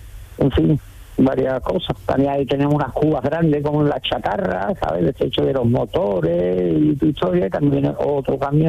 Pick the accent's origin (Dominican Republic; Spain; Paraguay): Spain; Montequinto, Andalusia; Yo soy de toda la vida de Dios, de Montequinto.